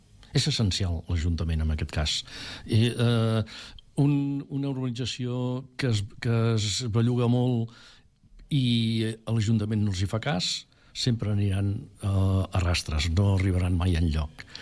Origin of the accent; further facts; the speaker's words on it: Catalonia, Spain; jo sóc del Vallès